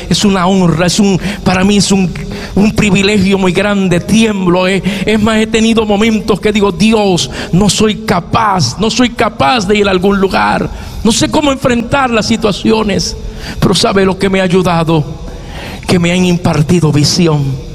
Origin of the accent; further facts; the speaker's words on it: Puerto Rico; Y soy puertorriqueño.